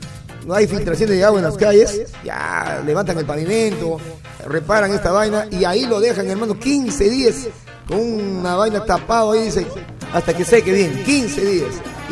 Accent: Peru

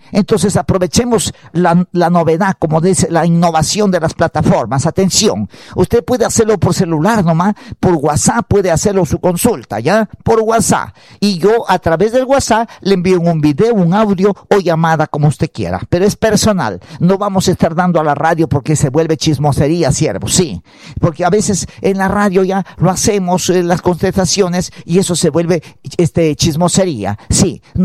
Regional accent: Huancabamba, Piura, Peru; now in Tarapoto, Peru; Ya, yo no soy de acá de Tarapoto. Yo vengo de la provincia de Huancabamba, Toluce.

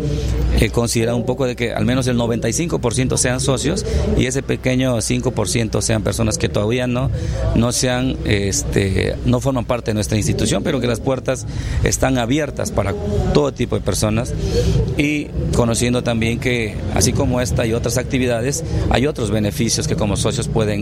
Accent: Lamas, San Martín, Peru; Yo lo conozco desde niño porque yo soy natural de Lamas, pero ya vivo fuera de la ciudad por muchos años

